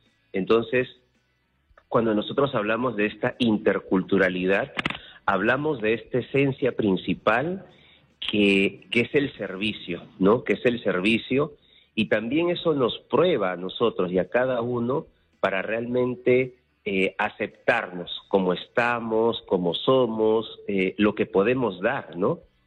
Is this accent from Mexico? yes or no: no; Peru; nosotros como peruanos, ¿no?, tenemos en cada una de nuestras regiones